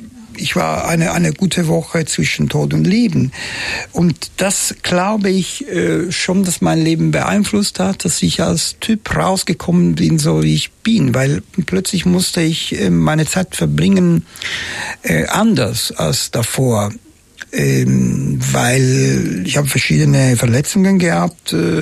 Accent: Palermo, Sicily, Italy; German is a second language; Guarda, das Ende der 60er Jahre, ich lebte in Palermo, meine Heimatstadt, und die war natürlich noch nicht so.

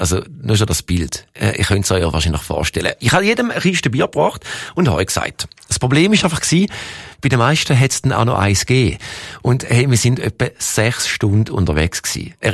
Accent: Thurgau, Switzerland; also born or lived in Toggenburg; Ich habe letzte Woche ja gezügelt. Vom wunderschönen Toggenburg zurück in meinen Heimatkanton ins Thurgau. Auf Bettwiese, genauer gesagt.

